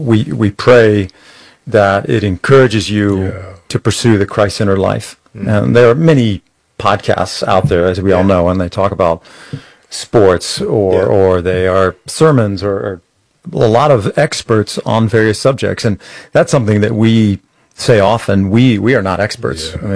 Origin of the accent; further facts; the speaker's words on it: San Antonio, Texas, United States; I grew up here in San Antonio